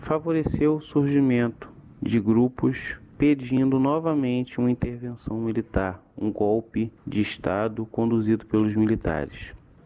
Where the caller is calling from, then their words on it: Belford Roxo, Rio de Janeiro, Brazil; sou do Rio de Janeiro, da cidade de Belford Roxo.